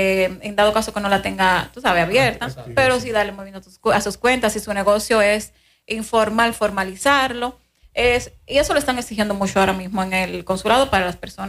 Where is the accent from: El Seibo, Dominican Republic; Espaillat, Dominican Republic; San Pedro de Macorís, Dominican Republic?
Espaillat, Dominican Republic; Moca; yo soy de Estancia Nueva, Moca, y de toda la vida, o sea, me crié y nací ahí